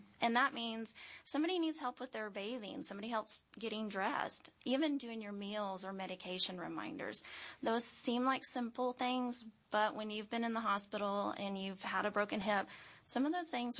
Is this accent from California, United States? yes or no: no; Fort Worth, Texas, United States; moved away as an adult; So I'm actually a transplant, originally from the Dallas-Fort Worth area. Grew up in Fort Worth for many, many years. And we moved here now about 18, 19 years ago.